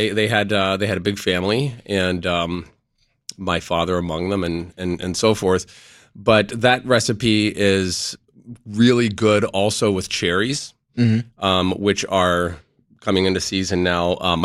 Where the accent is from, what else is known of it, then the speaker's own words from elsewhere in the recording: Indiana, United States; The cuisine I grew up with, the food I grew up with in Southern Indiana